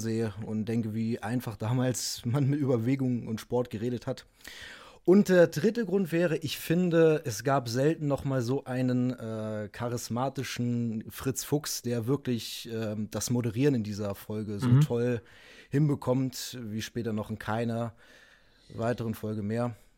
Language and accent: German; Werther, Thuringia, Germany; Also, ich bin Baujahr 01, also 25. Und ich komme aus dem kleinen, aber feinen Nordhausen. Am Harz.